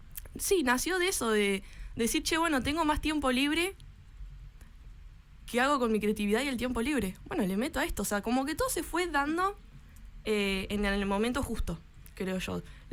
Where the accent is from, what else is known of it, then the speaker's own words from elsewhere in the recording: Médanos, Buenos Aires, Argentina; yo soy de Médanos, mi papá tenía la imprenta en Médanos